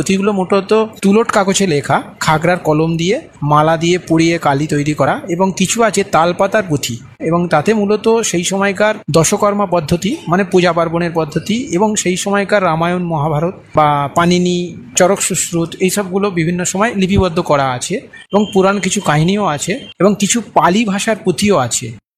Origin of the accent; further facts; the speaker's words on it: Tajpur, West Bengal, India; আমাদের তাজপুর গ্রামেই অবস্থিত।